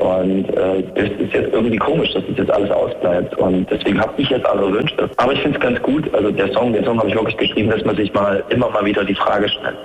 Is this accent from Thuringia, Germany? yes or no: yes; Erfurt, Thuringia, Germany; Also vorher ging es bei mir eher um so Fragen, bleibe ich denn jetzt in meiner Heimatstadt Erfurt, gehe ich nochmal raus